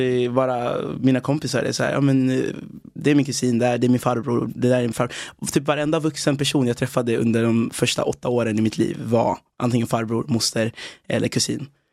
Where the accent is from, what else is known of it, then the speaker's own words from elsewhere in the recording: DR Congo; now in Sweden; Ja, i Kongo. Så vi flydde från Kongo till Uganda, som är grannlandet. Och hon tog hand om 8 andra barn. Och då, som sen blev mina syskon, kan man säga. Och tillsammans så kom vi alltså till Sverige.